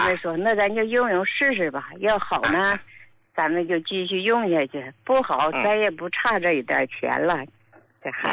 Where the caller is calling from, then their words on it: Qiqihar, Heilongjiang, China; 我是齐齐哈尔的。